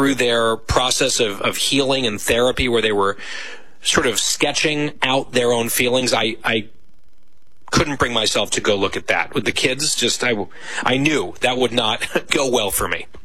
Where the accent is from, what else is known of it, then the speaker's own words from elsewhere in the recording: Ridgewood, New Jersey, United States; I did search my hometown, Ridgewood, New Jersey, Ridgewood lost 11 people on 9/11.